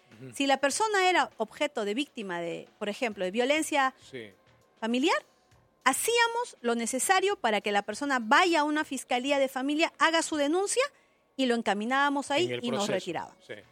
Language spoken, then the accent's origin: Spanish; Huamanga, Ayacucho, Peru; Yo soy una mujer ayacuchana, huamanguina, amante de mi cultura, de mi tradición.